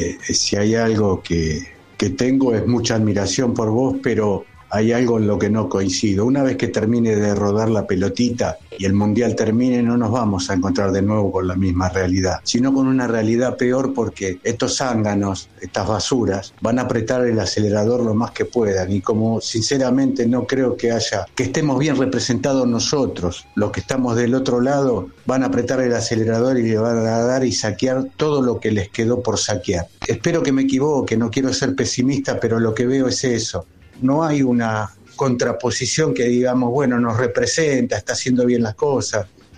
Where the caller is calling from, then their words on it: La Matanza, Buenos Aires Province, Argentina; soy argentino, vivo acá y quiero morir acá de una forma decente, pero no creo. … de la Matanza